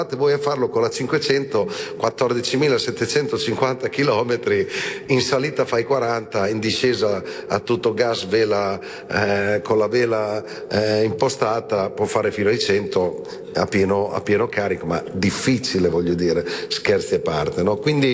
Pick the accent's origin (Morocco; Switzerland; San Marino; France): San Marino; al mio paese